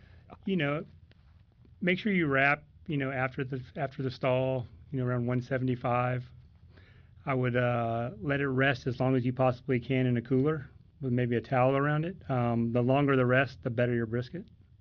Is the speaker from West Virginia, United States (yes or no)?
no; California, United States; moved away; Growing up, I grew up in California